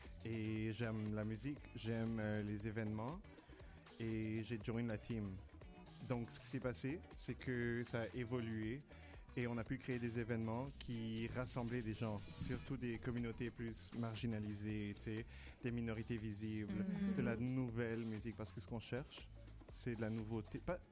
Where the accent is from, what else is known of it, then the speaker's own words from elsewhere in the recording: Montreal, Quebec, Canada; born there; Ma mère est péruvienne, mon père était guatémaltèque, salvadorien, je suis né à Montréal, that's why I speak French.